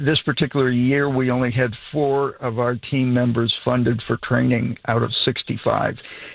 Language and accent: English; Salem, New Hampshire, United States; now in Newton, United States; I grew up in New Hampshire. It's a terrific place to grow up, Salem, New Hampshire.